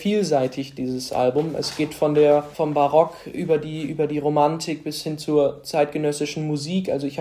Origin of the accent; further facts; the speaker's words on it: Weimar, Thuringia, Germany